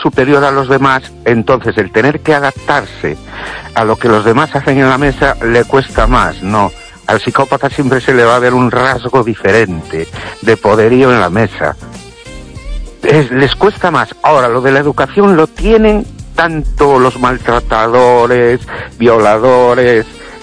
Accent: Ourense, Galicia, Spain

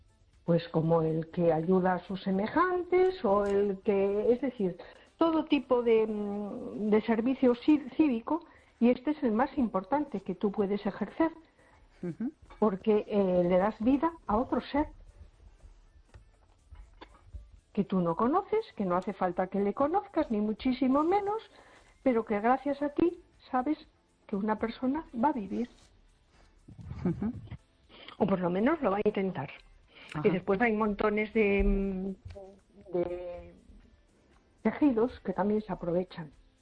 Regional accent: A Coruña, Galicia, Spain

